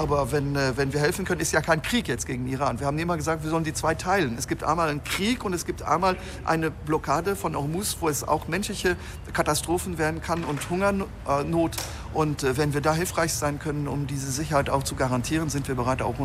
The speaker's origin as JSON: {"language": "German", "country": "Luxembourg", "said": "Wir als Luxemburger sind bereit"}